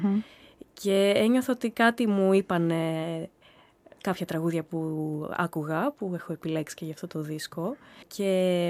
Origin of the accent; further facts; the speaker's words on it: Thessaloniki, Central Macedonia, Greece; moved away as an adult; now in Mytilene, Greece; Είμαι από τη Θεσσαλονίκη, αλλά ζω στη Μυτιλίνη τα τελευταία χρόνια λόγω της δουλειάς μου.